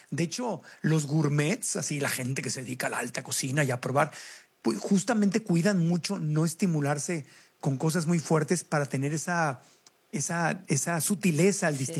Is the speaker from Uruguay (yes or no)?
no; Tijuana, Baja California, Mexico; born there; also born or lived in Mexico City; cuando estaba chiquito, crecí en Tijuana, y parte en Tijuana y parte en Ciudad de México. Y me acuerdo en ambos casos que ahí por Coyoacán, donde vivíamos con mi mamá